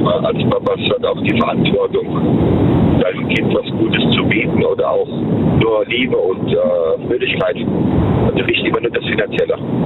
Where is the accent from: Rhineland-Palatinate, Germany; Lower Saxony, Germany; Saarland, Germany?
Rhineland-Palatinate, Germany; Worms; born there